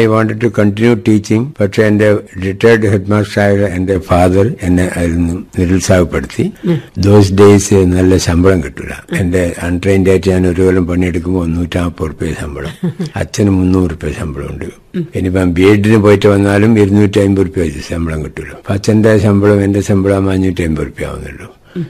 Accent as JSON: {"language": "Malayalam", "town": "Cherukunnu", "region": "Kerala", "country": "India", "tie": "born or raised there", "also_born_or_lived": "Kalliasseri / Bombay", "moved": "as an adult", "said": "ഞാൻ ജനിച്ചത് കല്യാശ്ശേരിയിലാണ്. വളർന്നത് മുഴുവൻ ചെറുകുന്നിലും സ്കൂളിംഗ് കല്യാശ്ശേരിയും ചെറുകുന്നിലായിട്ട് കഴിഞ്ഞു."}